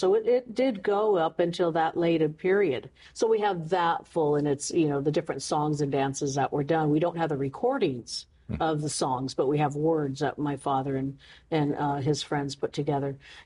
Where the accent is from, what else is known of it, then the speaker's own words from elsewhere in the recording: Meiners Oaks, California, United States; we grew up in the River Bottom and Miners Oaks, and there's 7 of us. I'm the youngest.